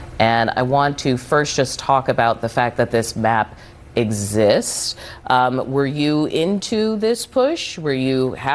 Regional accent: Massachusetts, United States; I'm from Massachusetts.

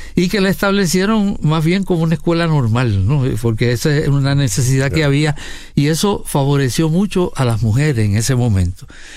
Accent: Corozal, Puerto Rico; ella me decía que no había escuela superior en Corozal, en mi pueblo.

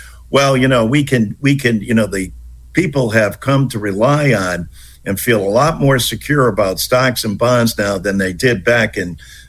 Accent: East Hartford, Connecticut, United States; I've yet to have anyone raise their hand except once in my hometown of East Hartford.

